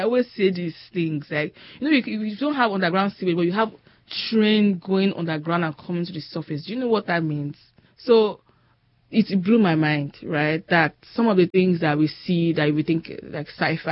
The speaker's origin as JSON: {"language": "English", "town": "Ibadan", "region": "Oyo", "country": "Nigeria", "tie": "born or raised there", "said": "Like, I grew up in Ibadan. I wasn't used to that hard life."}